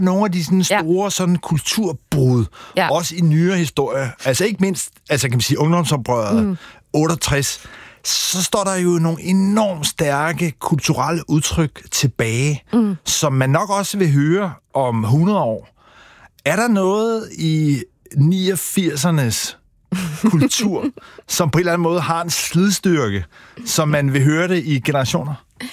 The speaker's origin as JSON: {"language": "Danish", "town": "Haslev", "region": "Zealand", "country": "Denmark", "tie": "born or raised there", "said": "Haslev på Sydsjælland, hvor jeg er vokset op."}